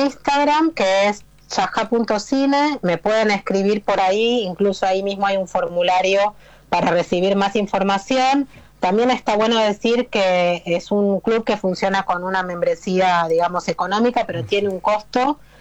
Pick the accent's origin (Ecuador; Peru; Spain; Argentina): Argentina; yo soy argentina